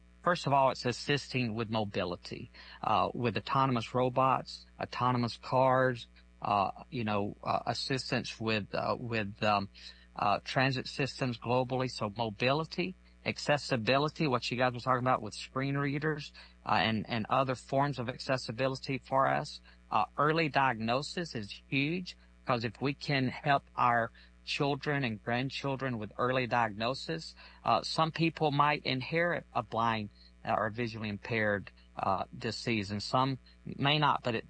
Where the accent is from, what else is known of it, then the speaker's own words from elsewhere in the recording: Alabama, United States; I am from Alabama